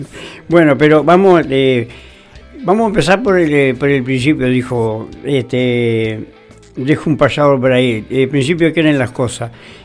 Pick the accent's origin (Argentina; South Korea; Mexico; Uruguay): Uruguay; Maldonado; para los que somos de Maldonado